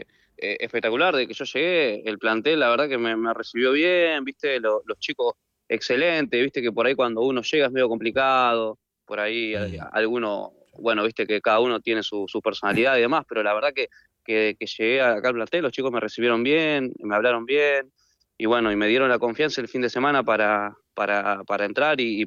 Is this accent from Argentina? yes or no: yes; Tierra del Fuego, Argentina; also born or lived in Salta; Yo nací en Salta y me crié en Tierra del Fuego, de una punta a la otra.